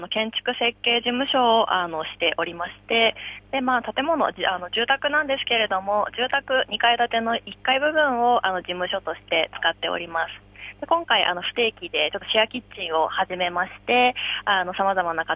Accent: Chofu, Tokyo, Japan; 数十年ぶりに、まあ、地元に帰ってきた時に、まあ、人の流れだとか活気をすごく感じまして、改めて調布エリアに魅力を持ったという

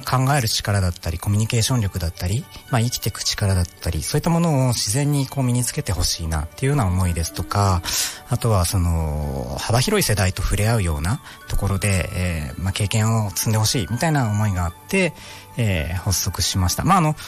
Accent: Chiba, Japan; moved away as an adult; now in Kitakata, Japan; 千葉県出身です。

